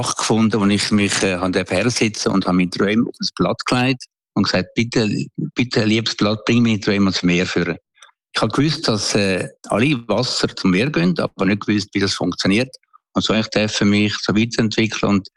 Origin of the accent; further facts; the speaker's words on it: Switzerland; Ich bin aufgewachsen in Eugischem Albis, in ärmlichen Verhältnissen. Wir haben einen Bauernhof gehabt